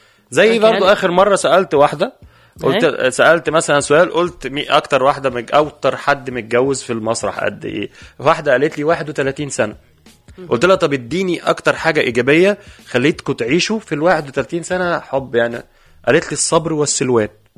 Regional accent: Egypt; now in Tunisia; انا مصري عايش في تونس خلاص, ففاهم التونسي.

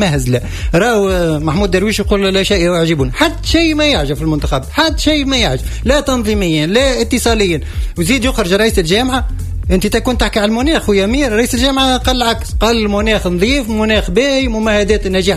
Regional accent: Tunisia; انا الحقيقه باش نحكي كتونسي

